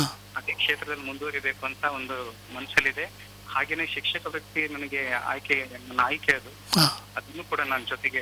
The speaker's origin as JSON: {"language": "Kannada", "town": "Hiriyur", "region": "Karnataka", "country": "India", "said": "ನನ್ನ ಊರು ಸರ್, ನಮ್ಮ ಚಿತ್ರದುರ್ಗ ಡಿಸ್ಟಿಕ್ ಹಿರೂರು ತಾಲೂಕು ಉಳಿ ನಳಗು ಊರು."}